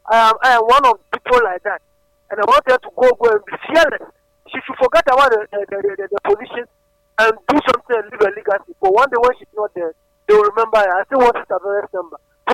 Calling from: Ada, Greater Accra, Ghana; Today I'm speaking from Ada in the Greater Accra Region.

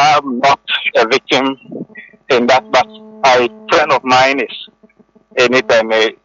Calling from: Danfa, Greater Accra, Ghana; calling from Danfa.

